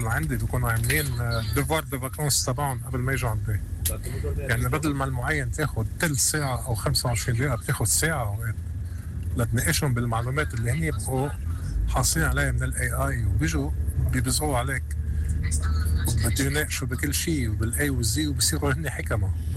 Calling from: Liverpool, North West England, United Kingdom; من ليفربول.

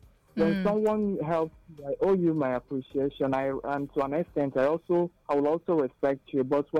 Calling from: Anambra, Nigeria

